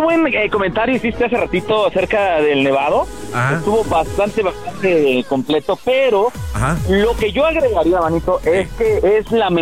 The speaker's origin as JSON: {"language": "Spanish", "region": "State of Mexico", "country": "Mexico", "said": "Yo soy del sur del Estado de México, y cada vez que viajo al sur, que es casi cada fin de semana"}